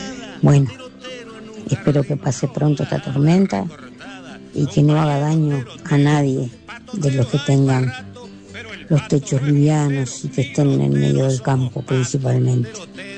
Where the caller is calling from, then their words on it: Uruguay; de Barrio Belgrano.